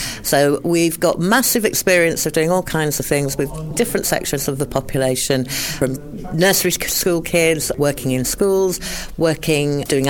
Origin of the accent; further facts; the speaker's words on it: Leeds, Yorkshire and the Humber, United Kingdom; No, I don't live in the local area. I live a little way away, but I'm originally from Leeds, just down the road.